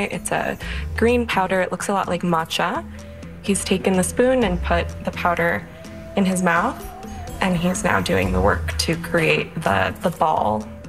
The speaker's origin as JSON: {"language": "English", "region": "Florida", "country": "United States", "tie": "born or raised there"}